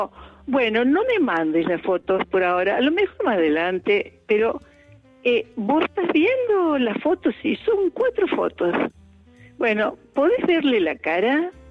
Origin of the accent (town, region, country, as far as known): Córdoba, Argentina